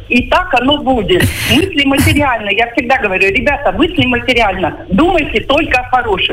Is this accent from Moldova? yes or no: no; Novosibirsk Oblast, Russia; born there; now in Sevastopol; Представьте, я училась в село Новомихайловска Новосибирской области.